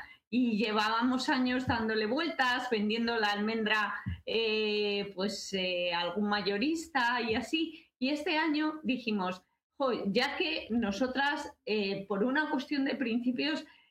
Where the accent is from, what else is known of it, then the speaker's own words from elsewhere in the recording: Guadalajara, Castilla-La Mancha, Spain; porque nosotras somos de Guadalajara y somos de Castilla